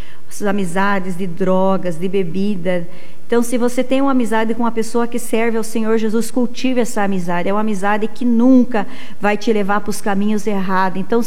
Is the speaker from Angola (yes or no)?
no; Brazil; Eu cresci naquela igrejinha ali em São Pedro Tobias, hoje eu congrego com o pastor ali na Princesa.